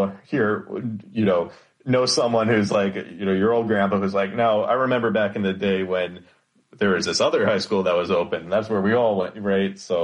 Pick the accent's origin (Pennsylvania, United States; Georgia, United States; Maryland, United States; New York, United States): Maryland, United States; moved away; but I grew up in Maryland